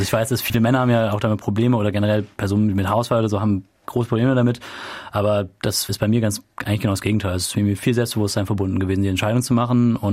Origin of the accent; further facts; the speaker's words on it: Lower Saxony, Germany; moved away as an adult; also born or lived in Bielefeld / Cologne / Bremen / Copenhagen; now in Leipzig, Germany; Ich komme aus dem Emsland, Bielefeld Bachelor gemacht, dann habe ich in Köln 2 Jahre noch gearbeitet